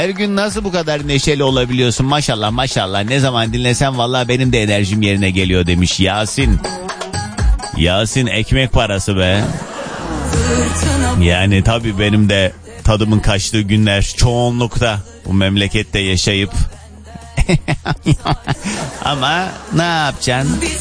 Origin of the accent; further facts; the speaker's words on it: Kars, Turkey; Ben Karslıyım ama Azerbaycan kökenliyim.